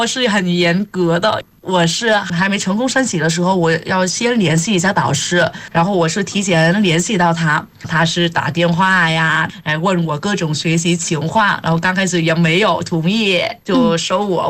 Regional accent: Vietnam; Chinese is a second language; moved away as an adult; now in Beijing, China; 在越南的时候

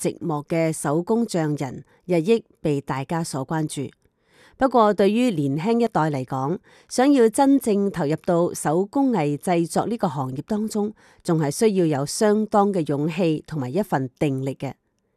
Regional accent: Malaysia; 所以我一直都很感恩自己身为马来西亚华人的第三代，甚至我以身为马来西亚华人为荣，以及流淌着中华民族的血为傲。

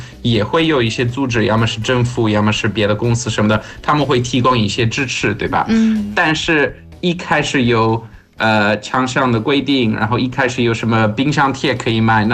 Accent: Portugal; Chinese is a second language; 这个烤鸡店对我们葡萄牙人，有我父亲来自葡萄牙，我们就觉得很普通

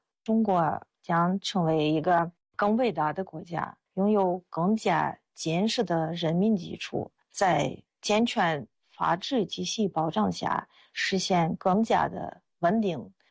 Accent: Russia; now in China; 我是俄罗斯人，我在中国生活了25年，现在在党史研究院做翻译工作。

